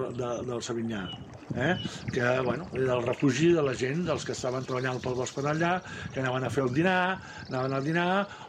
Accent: Catalonia, Spain; ens localitza d'on som, del Maresme, amb el mar sempre present

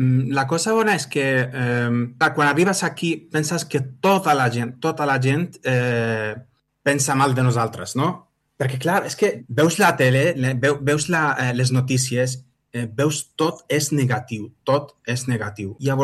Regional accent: Baghdad, Baghdad Governorate, Iraq; Catalan is a second language; moved away as an adult; also born or lived in Alicante / Burjassot, Valencia; now in Catalonia, Spain; jo que sóc de Bagdad, mai havia vist un desert fins a la guerra.

